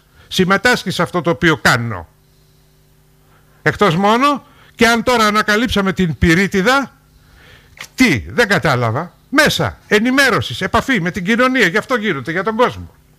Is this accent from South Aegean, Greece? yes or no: yes; Kalymnos, South Aegean, Greece; born there; now in Rhodes, Greece; Μπορεί να μην γεννήθηκα εδώ, εγώ είμαι Καλλίμνιος, γεννήθηκα στην Κάλυμνο.